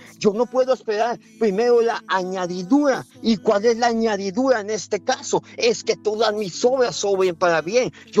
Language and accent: Spanish; Guatemala; como decimos nosotros en Guatemala